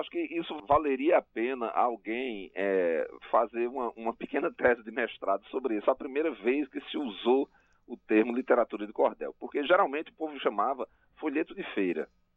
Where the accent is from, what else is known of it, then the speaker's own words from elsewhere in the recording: Paraíba, Brazil; na minha infância, na minha juventude lá na Paraíba